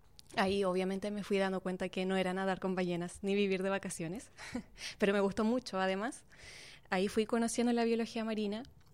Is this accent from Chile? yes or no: yes; Viña del Mar, Valparaíso, Chile; born there; Yo también nací en Viña del Mar.